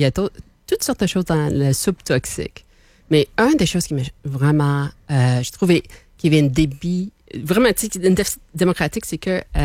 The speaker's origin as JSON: {"language": "French", "town": "Hamilton", "region": "Ontario", "country": "Canada", "tie": "born or raised there", "said": "on suit un peu le modèle de LNH, mais ma ville natale a été choisie."}